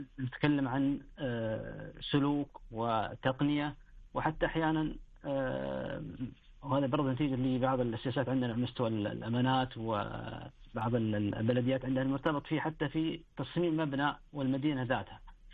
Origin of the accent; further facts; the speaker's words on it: Saudi Arabia